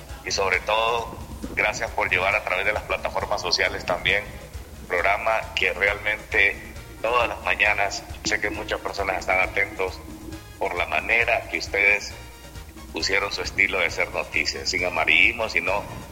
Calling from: Siguatepeque, Comayagua, Honduras; los que somos de Siguatepeque.

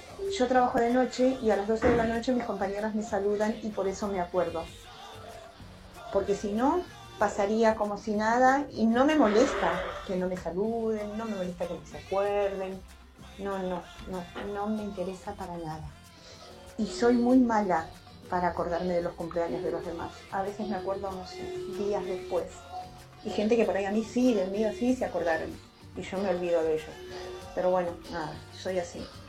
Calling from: Lanús, Buenos Aires Province, Argentina; de Lanús y los estoy escuchando.

